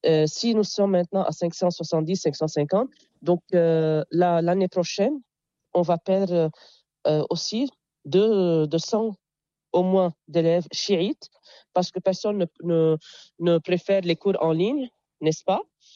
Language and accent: French; Jounieh, Keserwan-Jbeil, Lebanon; Et puisque je suis de Jounieh, vous voyez, l'élève ou bien l'enfant dépend de son environnement. À Jouni, il y a la plage, il y a la mer.